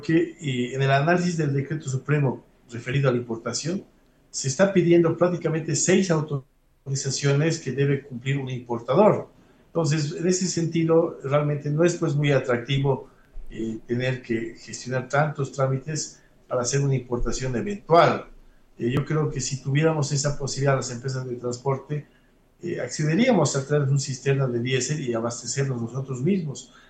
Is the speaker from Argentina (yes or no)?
no; Bolivia; nosotros como bolivianos